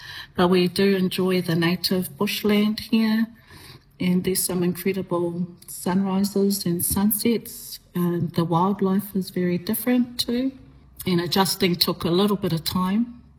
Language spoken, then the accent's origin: English; Mangere, Auckland, New Zealand; also born or lived in Northland; I am from Northland, the Northland region of New Zealand, Aotearoa. I was born in Māngere in Auckland, and I grew up there in the 80s, in the 1990s.